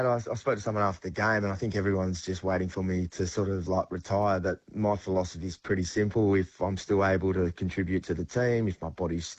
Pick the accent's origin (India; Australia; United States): Australia; Geelong, Victoria; born there; I was born in Geelong, so I always fancied Geelong.